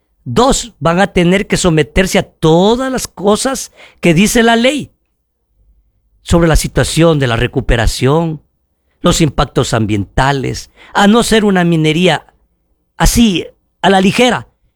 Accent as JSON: {"language": "Spanish", "country": "Ecuador", "said": "Y también, como buen ecuatoriano, muevo la economía, porque con esa platita del gramo voy a ir a las tiendas, a los mercados."}